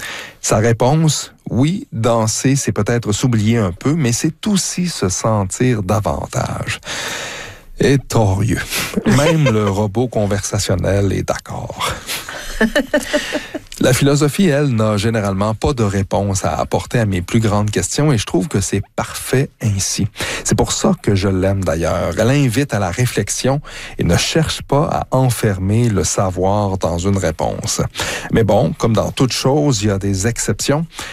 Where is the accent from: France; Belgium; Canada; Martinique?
Canada; Quebec; Faut dire que j'ai grandi dans le Québec des années 80